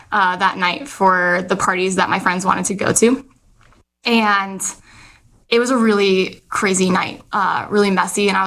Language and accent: English; Arizona, United States; I was born and raised Catholic, and I was actually born and raised in Arizona.